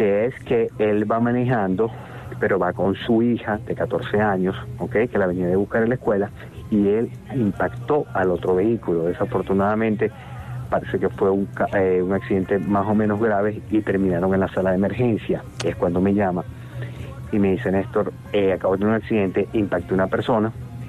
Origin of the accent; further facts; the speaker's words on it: Venezuela; Y yo como venezolano